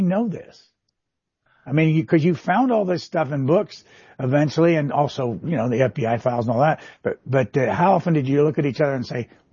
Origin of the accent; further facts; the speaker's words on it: Indiana, United States; my home state of Indiana